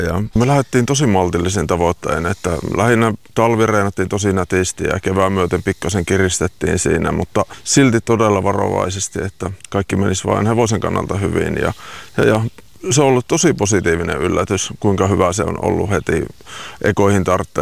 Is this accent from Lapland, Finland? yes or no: yes; Kaukonen, Lapland, Finland; pitäisi kotikylällä lopettaa, mistä minä alun viimein kotoisin, niin kaukosesta syntyjään